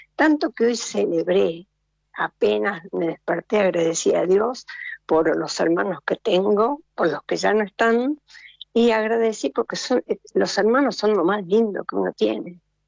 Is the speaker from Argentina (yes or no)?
yes; Buenos Aires, Argentina; moved away as an adult; now in Posadas, Argentina; estoy en Posadas Misiones, mi provincia a donde nací, porque en realidad me crié en Buenos Aires, pero estoy feliz, tengo 79 años